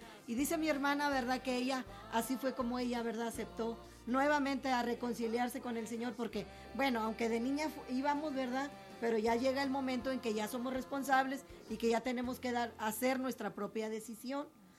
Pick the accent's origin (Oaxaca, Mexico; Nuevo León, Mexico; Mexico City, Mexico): Nuevo León, Mexico; Linares; born there; moved away; allá en mi tierra, en Linares, Nuevo León.